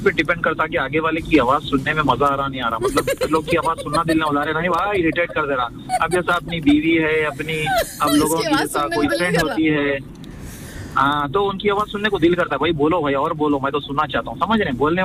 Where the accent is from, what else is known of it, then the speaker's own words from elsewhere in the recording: Hyderabad, Telangana, India; जी जी मैं हैदराबाद से हूँ।